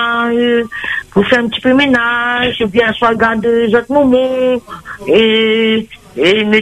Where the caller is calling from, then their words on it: Réunion; Moi, je suis à Bois de Lille.